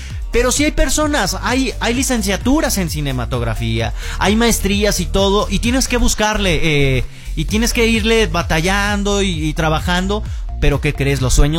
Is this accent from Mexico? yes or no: yes; Mexico; Soy mexicano